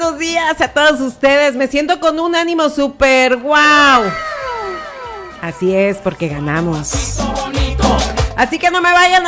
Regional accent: Mexico; Soy mexicana

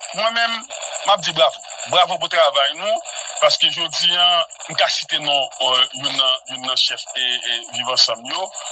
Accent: Haiti; en tant qu'Haïtien avec Haïtien

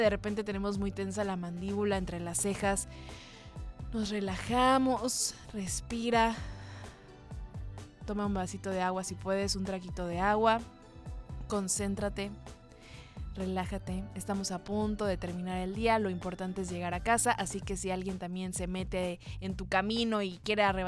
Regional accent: Mexico; Soy una mexicana antigua.

